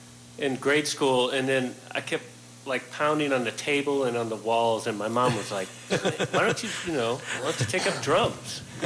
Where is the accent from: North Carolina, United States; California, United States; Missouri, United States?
Missouri, United States; St. Louis; now in New York, United States; I grew up in St. Louis, and I moved here in 94